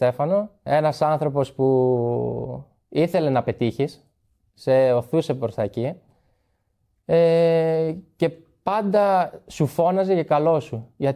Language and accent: Greek; Trikala, Peloponnese, Greece; Στο χωριό μου είχαμε μια ομάδα έτσι παιδικό.